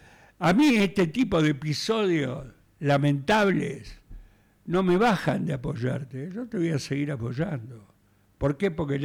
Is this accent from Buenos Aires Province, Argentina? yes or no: yes; La Ferrere, Buenos Aires Province, Argentina; soy un negro de la Ferre